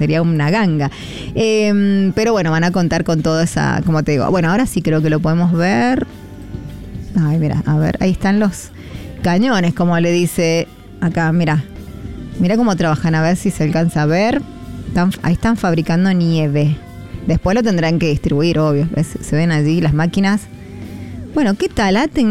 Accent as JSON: {"language": "Spanish", "region": "Mendoza", "country": "Argentina", "said": "nosotros qué podemos hacer como mendocinos"}